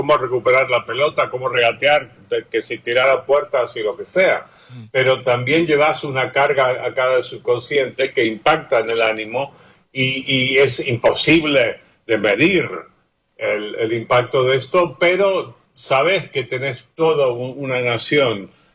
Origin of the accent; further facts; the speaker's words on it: Argentina; now in Barcelona, Spain; Como buen argentino, amo Argentina y me desespera a la vez, que creo que es algo que compartimos todos, ¿no? Pero también estando fuera, y no he vivido en Argentina en varios años